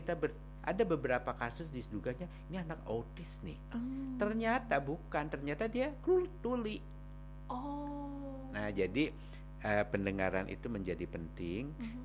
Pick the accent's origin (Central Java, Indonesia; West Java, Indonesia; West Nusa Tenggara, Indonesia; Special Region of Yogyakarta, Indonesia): West Java, Indonesia; Bandung; padahal saya asli Bandung, Sunda.